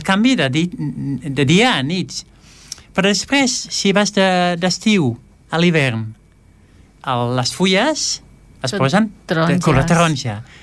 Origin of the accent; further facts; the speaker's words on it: Esplugues de Llobregat, Catalonia, Spain; perquè sóc d'Esplugues i sóc per aquí.